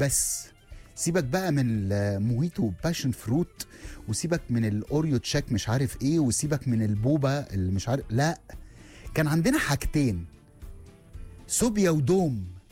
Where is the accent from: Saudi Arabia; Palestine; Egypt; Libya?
Egypt